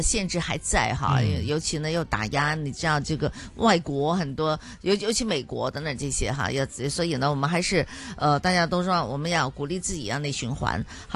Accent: Hong Kong

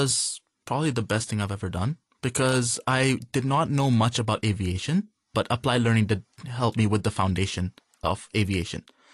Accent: Hong Kong; Well, for me, like I think everyone else that actually has grown up in Hong Kong, it feels like home. Like, it started from here, and then I don't really have something compared with.

